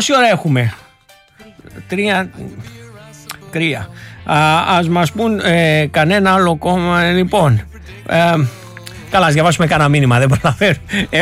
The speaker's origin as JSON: {"language": "Greek", "town": "Kozani", "region": "Western Macedonia", "country": "Greece", "said": "εμένα που είμαι από την Κοζάνη, η έκφραση στον πάτο ξυρίζουν το γαμπρό μου φαίνεται απολύτως λογική."}